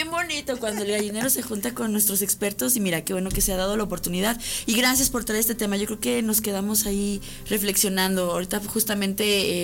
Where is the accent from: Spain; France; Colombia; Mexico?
Mexico; Aguascalientes; born there; yo nací aquí en Aguascalientes